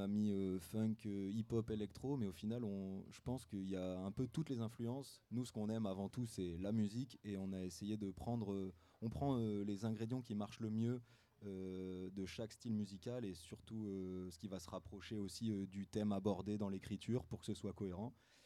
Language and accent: French; Auvergne-Rhône-Alpes, France; On est tous de Haute-Savoie.